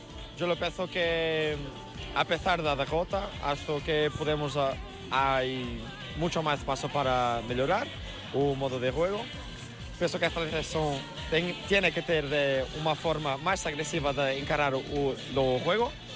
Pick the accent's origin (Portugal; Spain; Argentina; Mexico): Portugal; Vila Nova de Gaia, Norte; Hoy vengo de Vila Nova de Gaia, Portugal, y estamos de desporto de voleibol.